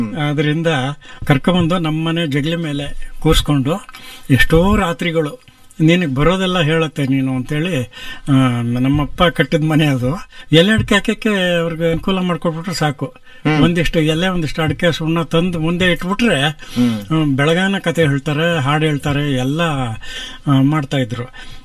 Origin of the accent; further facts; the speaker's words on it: Karnataka, India; ಅಂತೇಳಿ ಒಬ್ರು ಬಹಳ ಒಳ್ಳೆ ಗಾಯಕಿ